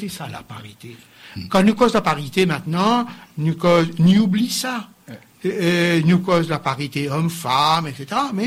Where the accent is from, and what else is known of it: Réunion